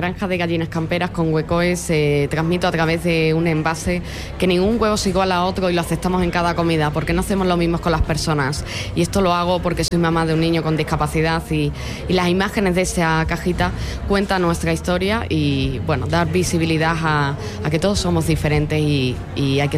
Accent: Extremadura, Spain; Buenas tardes … vengo desde Extremadura.

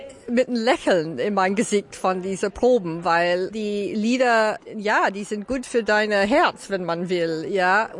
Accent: Canada; German is a second language; moved away; ich bin persönlich in Kanada mit einem Riesenboa aufgewachsen

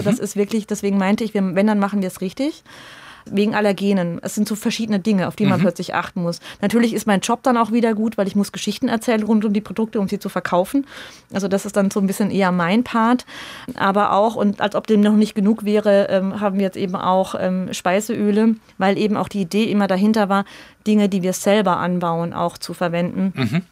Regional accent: Bavaria, Germany; now in Stadelhofen, Germany; Ich bin ja auch in der Nähe aufgewachsen tatsächlich und habe es dann durch Heirat in die Kreisstadt geschafft, wenn man so sehen will.

